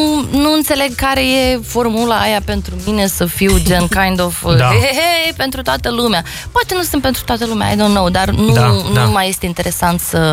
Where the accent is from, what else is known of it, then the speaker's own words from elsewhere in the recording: Telenești, Telenești District, Moldova; locul în care m-am născut, orașul natal, Telenești, într-un punct foarte interesant dintre maternitatea, locul în care acum am copilărit